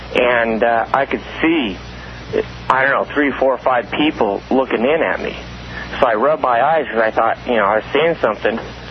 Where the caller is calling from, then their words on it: Las Vegas, Nevada, United States; And I'm coming from Vegas.